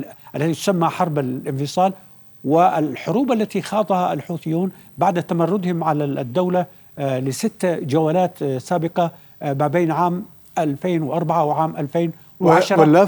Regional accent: Yemen

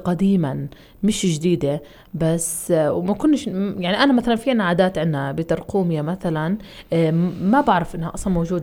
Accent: Palestine; إحنا نفس المحافظة ونفس خلينا نحكي يعني فلسطين واحدة

